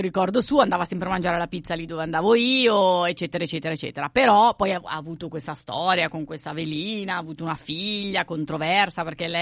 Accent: Arese, Lombardy, Italy; È il mio paese, ad Arese, e quindi immagina un paese di 20.000 abitanti

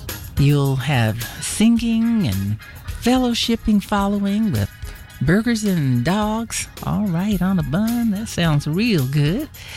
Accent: Roswell, New Mexico, United States; now in Albuquerque, United States; in Roswell, New Mexico, my hometown

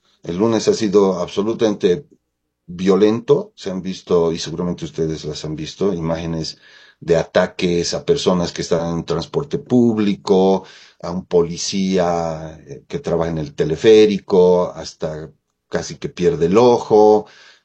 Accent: Bolivia

